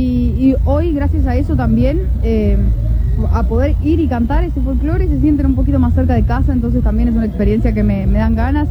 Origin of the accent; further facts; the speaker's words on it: Buenos Aires, Argentina; yo soy de Buenos Aires